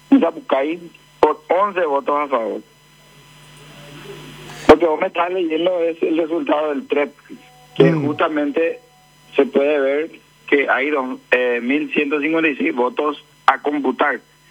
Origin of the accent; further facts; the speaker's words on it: Sapucai, Paraguarí, Paraguay; Nosotros como equipo y como zapuqueños nos plantamos